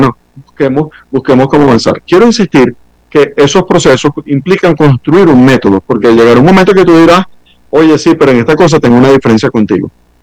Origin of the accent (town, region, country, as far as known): Venezuela